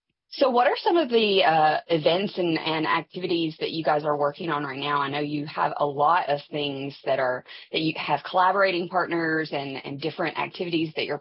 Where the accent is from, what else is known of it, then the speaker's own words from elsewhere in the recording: Appalachia, United States; Because I am from Appalachia and side of the state, my ideas of folk life and culture can be very different, just people who live just an hour west of me.